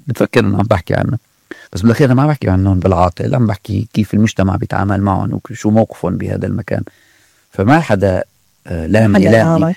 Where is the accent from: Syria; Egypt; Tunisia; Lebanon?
Syria; نحن شعب سوري واحد